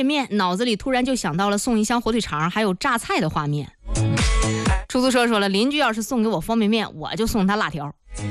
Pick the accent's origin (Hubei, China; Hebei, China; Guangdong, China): Hebei, China; Zhengding; 你像我们正定啊，说起来就是今儿什么呀，吃方便吧。哎，方便。